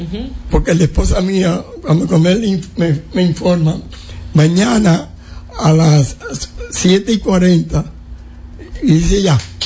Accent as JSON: {"language": "Spanish", "region": "Dajabón", "country": "Dominican Republic", "said": "¿de dónde es usted? Digo, de Dajabón."}